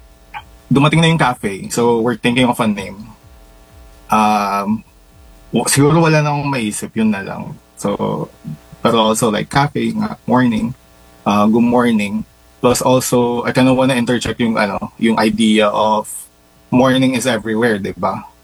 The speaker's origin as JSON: {"language": "Tagalog", "town": "Bayombong", "region": "Cagayan Valley", "country": "Philippines", "moved": "yes", "lives_now": "United States", "said": "Nueva Vizcaya kasi I'm very much proud of where I come from, and a lot of people don't know about it yet, pero it's a very promising province."}